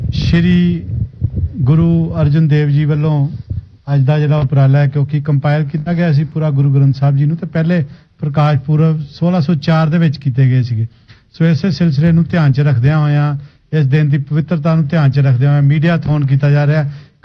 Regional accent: Amritsar, Punjab, India; ਆਪਾਂ ਅੰਮ੍ਰਿਤਸਰ ਦੇ ਜਿਹਨੂੰ ਕਹਿੰਦੇ ਨੇ ਜੰਮੇ ਪਲੇ ਸਾਰਾ ਇਹੀ ਕੰਮ ਜਗਾਰੇ ਲਾਉਂਦੇ ਜੰਮੇ

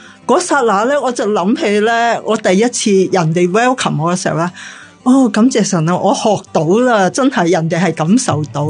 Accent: China; 三个系加拿大裔，但系咧一个系意大利裔，我系中国人，另外一个系印裔。

